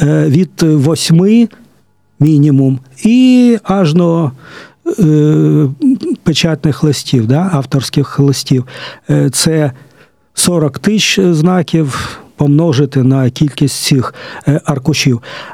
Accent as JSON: {"language": "Ukrainian", "town": "Zaporizhzhia", "region": "Zaporizhzhia Oblast", "country": "Ukraine", "tie": "born or raised there", "said": "моє рідне Запоріжжя"}